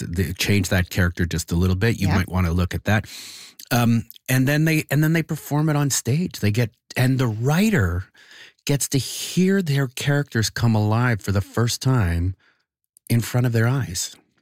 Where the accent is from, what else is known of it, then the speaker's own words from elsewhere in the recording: Toronto, Ontario, Canada; also born or lived in Winnipeg; because I'm from Toronto with a long history, I have a long history here in Winnipeg with the theater scene, but I'm from Toronto.